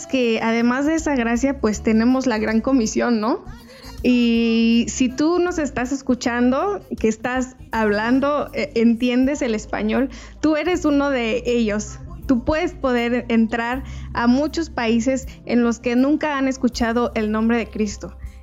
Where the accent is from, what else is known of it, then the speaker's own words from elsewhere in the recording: Mexico; yo digo que soy de México